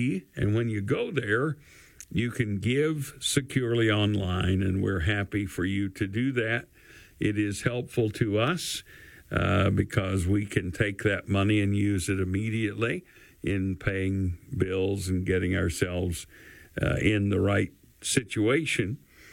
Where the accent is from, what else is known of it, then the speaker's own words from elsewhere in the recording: Kingsport, Tennessee, United States; I grew up in North Kingsport. We call that Morrison City, Tennessee. And it was one of the oldest sections of East Tennessee, and it was right there on the Virginia line